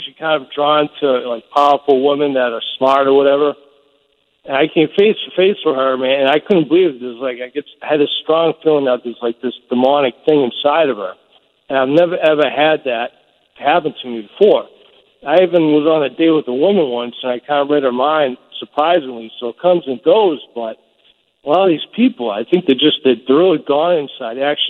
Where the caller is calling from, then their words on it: Massachusetts, United States; I'm from Massachusetts, as you said, and I'm a Christian.